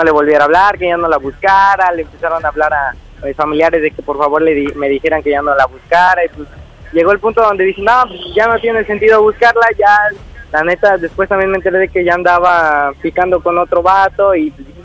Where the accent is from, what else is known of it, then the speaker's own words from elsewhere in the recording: Xalapa, Veracruz, Mexico; a pesar de cuenta de que yo soy de Jalapa, pero vine para mi santa.